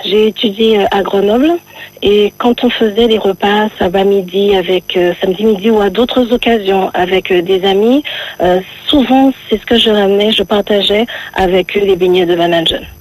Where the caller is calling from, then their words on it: Martinique; Alors, moi, je vous appelle de la Martinique.